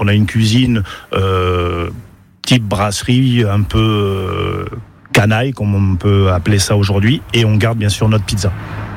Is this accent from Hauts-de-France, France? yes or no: yes; Hauts-de-France, France; parce que je suis originaire du Pas-de-Calais